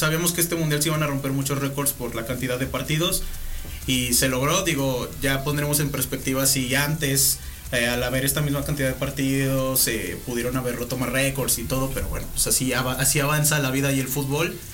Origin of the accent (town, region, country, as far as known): Mexico